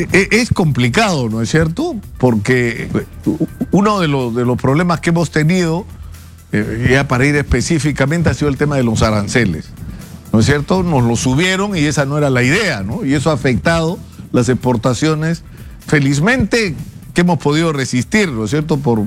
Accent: Peru; Somos un país clave en muchos sentidos

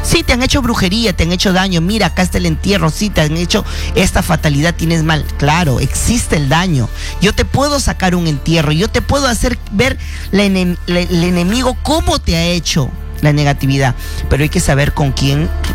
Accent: Chiclayo, Lambayeque, Peru; moved away; he estado en mi tierra, en Chiclayo.

